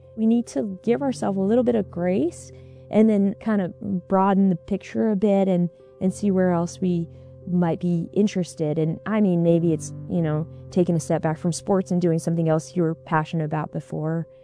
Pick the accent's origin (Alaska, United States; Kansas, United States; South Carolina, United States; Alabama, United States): Alaska, United States; And I'm from Alaska, so I've ridden all of that through, you know, the lower 48 and then down a bit into Mexico